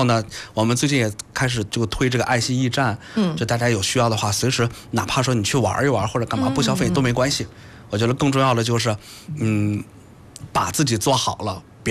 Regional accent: Weihai, Shandong, China; moved away; 我老家是威海的

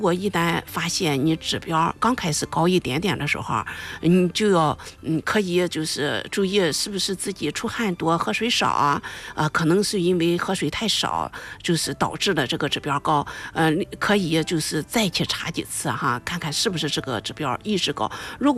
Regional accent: China; 我们中国人比较喜欢煲汤哈，尤其是南方人，

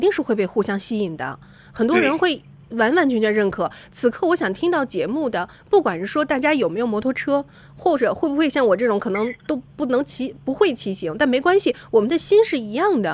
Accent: Shandong, China; 我们山东人

